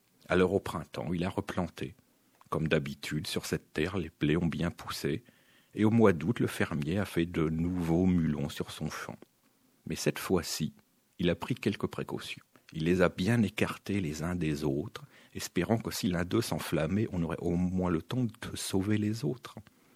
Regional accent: Normandy, France; born there; c'est-à-dire dans ma région natale, en Normandie.

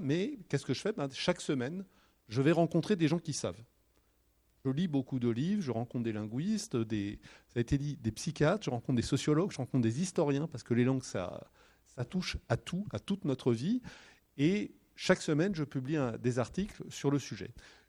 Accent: Paris, Île-de-France, France; La raison personnelle, vous l'entendez à mon accent, j'ai toujours vécu à Paris. Mon père était parisien, mais mon père était un homme de goût puisqu'il a épousé une béarnaise.

